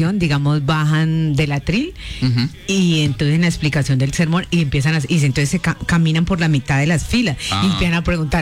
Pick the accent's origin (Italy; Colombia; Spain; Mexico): Colombia; Restrepo; Yo en mi pueblo, en Restrepo